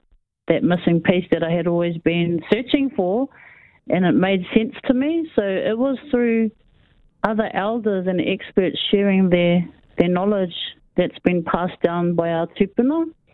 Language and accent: English; Pukekohe, Auckland, New Zealand; We grew up in Pukekohe in the market gardens with our grandparents